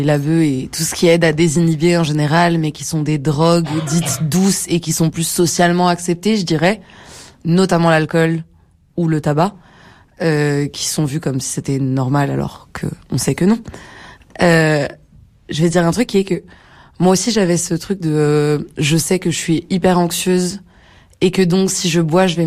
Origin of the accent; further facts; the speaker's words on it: France; je suis française et j'adore le vin.